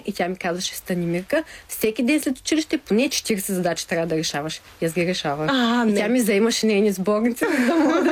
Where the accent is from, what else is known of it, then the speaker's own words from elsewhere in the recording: Radnevo, Stara Zagora Province, Bulgaria; now in Stara Zagora, Bulgaria; Аз съм от Раднево и обичам се шегувам, тъй като там е най-голямата лудница, психиатрия